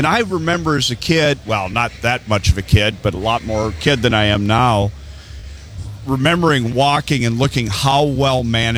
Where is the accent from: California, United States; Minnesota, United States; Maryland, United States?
Minnesota, United States; I grew up in Minnesota, big duck hunter